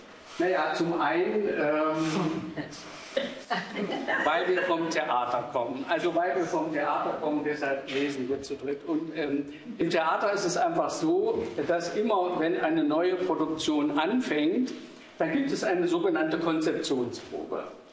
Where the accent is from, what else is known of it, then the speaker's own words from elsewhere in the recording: Dessau, Saxony-Anhalt, Germany; moved away; Ja, also wie Sie gehört haben, ich bin in Dessau geboren und auch aufgewachsen. Ich habe die Stadt verlassen, da hatte sie noch 100.000 Einwohner.